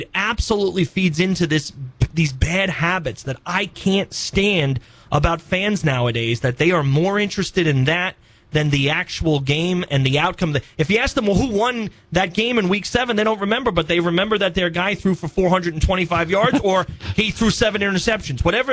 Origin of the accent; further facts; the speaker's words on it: New York, United States; moved away; where I grew up in New York